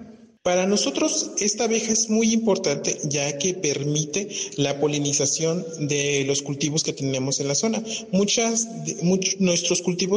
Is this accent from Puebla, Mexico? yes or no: yes; Cuetzalan del Progreso, Puebla, Mexico; Yo soy originario de Cuetzalan del Progreso, Puebla.